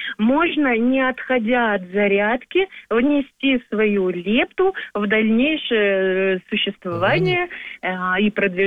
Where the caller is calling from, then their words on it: Perm Krai, Russia; мы живем на юге Пермского края.